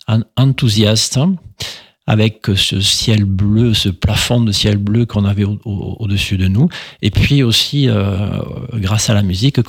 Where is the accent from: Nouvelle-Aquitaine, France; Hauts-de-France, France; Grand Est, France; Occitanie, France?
Occitanie, France; Mazères; Et puis, je suis originaire de Mazères également.